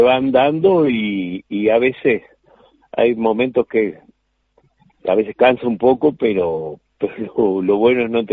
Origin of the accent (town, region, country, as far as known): Uruguay